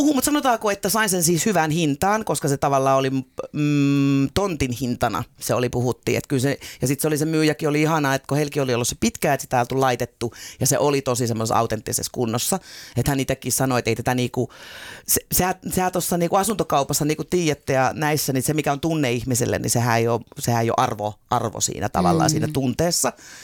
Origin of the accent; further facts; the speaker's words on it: Lappeenranta, South Karelia, Finland; moved away; minä olen siis itärajalta, minä olen siis Lappeenrannasta, Saimaan rannalta.